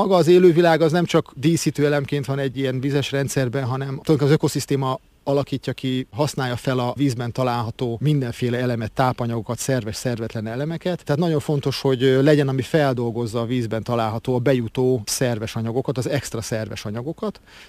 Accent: Miskolc, Borsod-Abaúj-Zemplén, Hungary; moved away as an adult; now in Debrecen, Hungary; én ugye Debrecenben lakom, Debrecenben élek, ott dolgozom, de innen Miskolc környékéről származom, itt töltöttem a gimnazista éveimet Miskolcon.

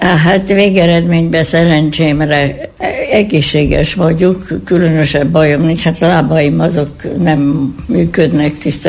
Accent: Debrecen, Hajdú-Bihar, Hungary; Én debreceni vagyok, itt születtem Debrecenben.

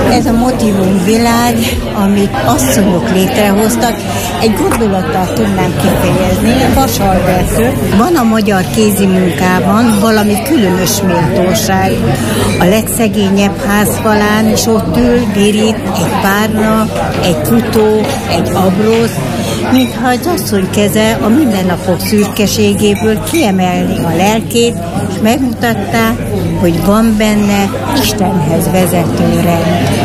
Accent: Debrecen, Hajdú-Bihar, Hungary; Debrecenből jöttem a Bocskai kertbe, hogy megtekintsem ezt a szép kiállítást

